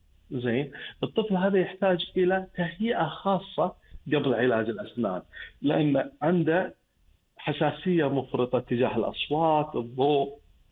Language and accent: Arabic; Kuwait; عندنا بالكويت